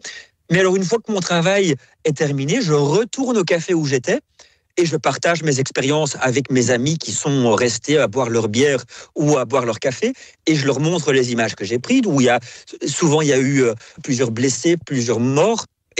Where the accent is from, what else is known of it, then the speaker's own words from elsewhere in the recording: Belgium; now in Ukraine; en tant que Belge qui suis sur place